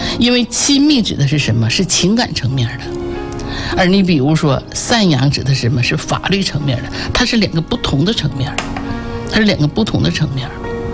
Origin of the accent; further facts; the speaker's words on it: Jinzhou, Liaoning, China; born there; 我就生在锦州嘛哈，那是那儿叫南大坝。